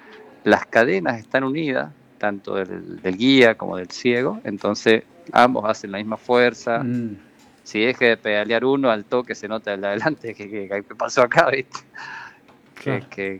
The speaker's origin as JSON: {"language": "Spanish", "town": "Alvear", "country": "Argentina", "said": "Nosotros somos de Alvear."}